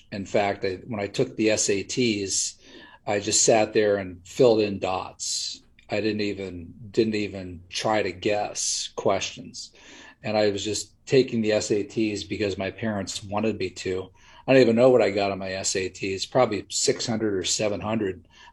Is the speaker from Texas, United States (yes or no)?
no; Butler, Pennsylvania, United States; also born or lived in Pittsburgh, Pennsylvania / Penn Hills, Pennsylvania; Then I guess by the time I was about 4 years old, we moved to Butler, Pennsylvania. And that's where I lived and went and was there through high school. And my parents still live in that area. So I graduated high school there in 1984, class of 1984.